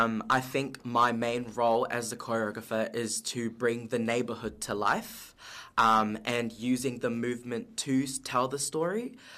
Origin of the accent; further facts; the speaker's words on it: Philippines; now in Rotorua, New Zealand; I am 21 years of age and born and raised in the Philippines.